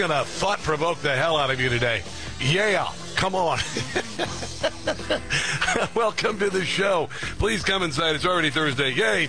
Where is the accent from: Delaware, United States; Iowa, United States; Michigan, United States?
Iowa, United States; Now, I know you're thinking, well, I grew up in Iowa. Isn't Iowa beautiful? Yeah, Iowa's beautiful.